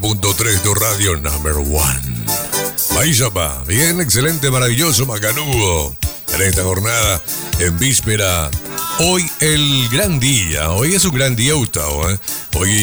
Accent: Paraguay

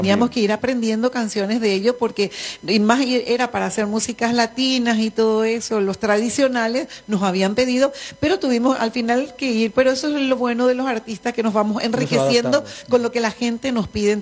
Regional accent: Paraguay; como son españoles y somos así, como el paraguayo, que hablan, son muy allegados, son muy, muy cariñosos.

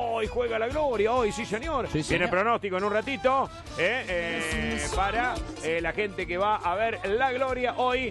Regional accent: Córdoba, Argentina; now in Buenos Aires, Argentina; Yo soy de Córdoba, y cuando conté que tenía que pagar la tarjeta de casamiento, allá en Córdoba, de algún amigo familiar, acá la gente no lo podía creer.

